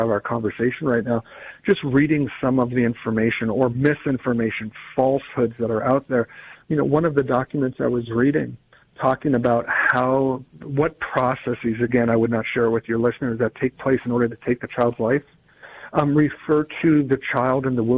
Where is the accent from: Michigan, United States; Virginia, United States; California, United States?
Virginia, United States; born or raised there